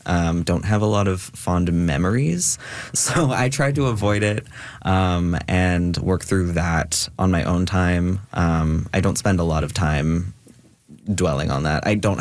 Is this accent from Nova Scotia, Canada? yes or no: no; Kindersley, Saskatchewan, Canada; born there; So I grew up in Kindersley, Saskatchewan. And I wasn't out at the time. I moved to Saskatoon when I was about 12 years old.